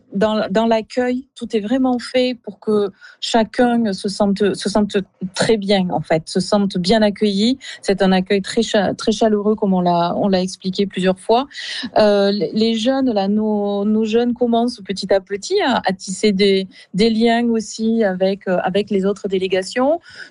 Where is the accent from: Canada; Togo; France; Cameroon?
France; south of France; on comprend rapidement que l'on vient de la France, et surtout du sud de la France.